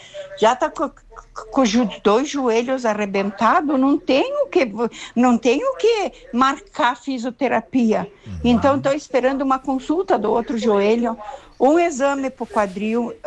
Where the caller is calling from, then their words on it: Herval d'Oeste, Santa Catarina, Brazil; Eu sou de Ervaldo Oeste, do bairro Nossa Senhora de Fátima, Ervaldo Oeste.